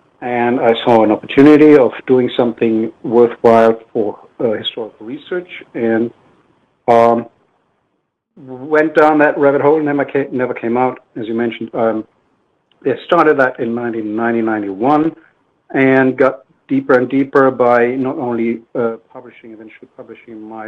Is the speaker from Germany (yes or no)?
yes; Germany; moved away; Yeah, first, I was born in West Germany and grew up pretty much normal, lower middle class upbringing, and I ended up studying chemistry at Bonn University